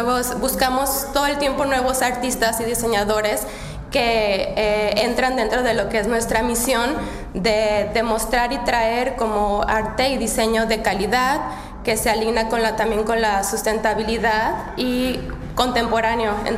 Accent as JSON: {"language": "Spanish", "country": "Mexico", "lives_now": "Czechia", "said": "también en especial cuando saben que soy que soy mexicana"}